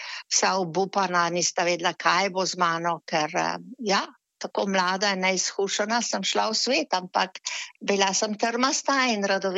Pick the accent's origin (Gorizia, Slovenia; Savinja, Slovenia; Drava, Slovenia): Savinja, Slovenia; Šoštanj; moved away as an adult; also born or lived in Svečina / London / Paris / Sydney; now in Queensland, Australia; rodila sem se pred 76 leti v Šoštanju in tam končala osnovno šolo